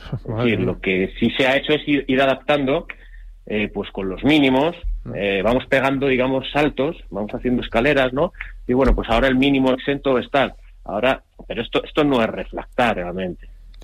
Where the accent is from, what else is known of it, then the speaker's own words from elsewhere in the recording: Madrid, Community of Madrid, Spain; En Madrid, por ejemplo, yo soy de Madrid